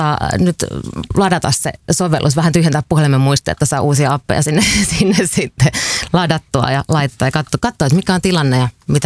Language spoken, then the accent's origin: Finnish; Nurmijärvi, Uusimaa, Finland; Nurmijärven Rajamäestä.